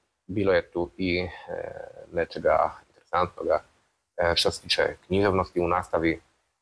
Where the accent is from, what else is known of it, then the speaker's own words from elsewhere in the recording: Kraków, Lesser Poland, Poland; Serbian is a second language; dolazim iz Krakova, iz Poljske.